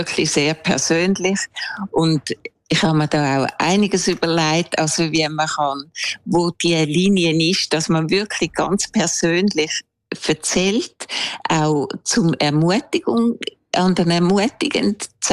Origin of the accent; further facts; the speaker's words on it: Switzerland; Und beim ersten habe ich so ein bisschen meine Jugend in der Schweiz beschrieben.